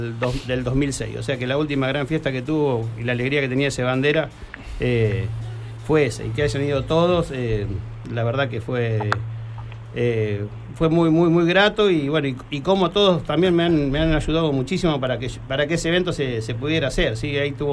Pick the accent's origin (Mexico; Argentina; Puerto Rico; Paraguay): Argentina; Rojas, Buenos Aires Province; moved away; el hecho de haber contraído matrimonio, de haberlo querido hacer en mi pueblo natal